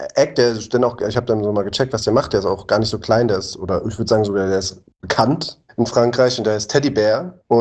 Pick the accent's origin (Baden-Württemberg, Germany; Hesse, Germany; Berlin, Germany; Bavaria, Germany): Berlin, Germany; born or raised there